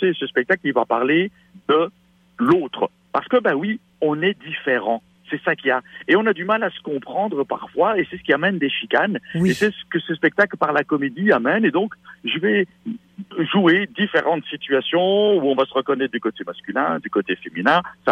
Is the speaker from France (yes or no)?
no; Quebec, Canada; parce que tu peux entendre à mon accent que je suis québécois